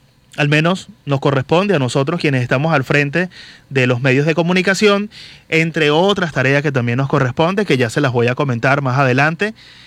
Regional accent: Venezuela

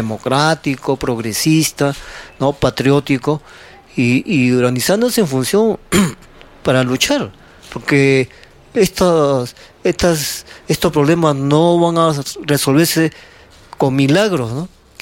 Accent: Peru; nuestra historia como peruanos

